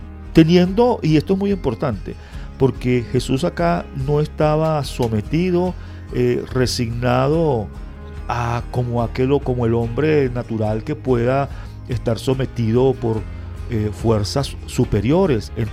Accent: Venezuela

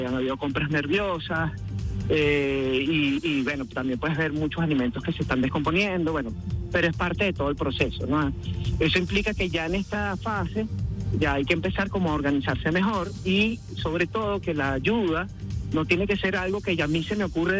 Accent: Venezuela; es parte de nuestra biología, de nuestra existencia humana y por supuesto también como venezolanos, ¿no?

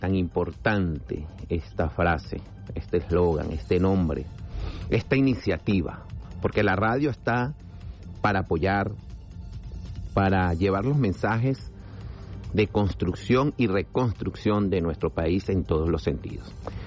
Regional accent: Venezuela; es parte de la esencia de nosotros como latinos, como seres humanos, como venezolanos.

